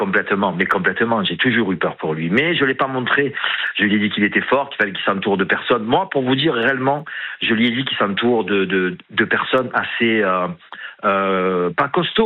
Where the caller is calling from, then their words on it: Marseille, Provence-Alpes-Côte d'Azur, France; moi j'habite à Marseille, dans les banlieues.